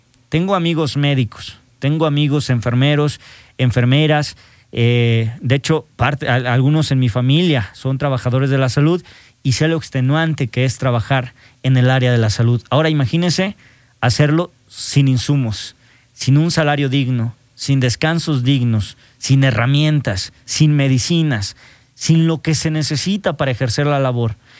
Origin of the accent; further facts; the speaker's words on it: Ojuelos, Jalisco, Mexico; now in Aguascalientes, Mexico; a mi natal Ojuelos, Jalisco